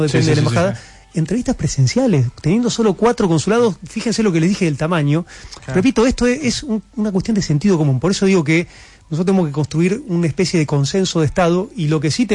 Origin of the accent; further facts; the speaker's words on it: Argentina; Vos fíjate a mí lo que más me daba bronca como argentino.